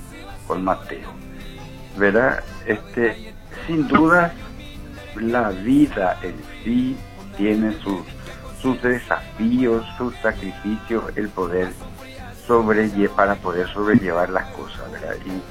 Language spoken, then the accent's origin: Spanish; Paraguay; nos apoyemos como paraguayos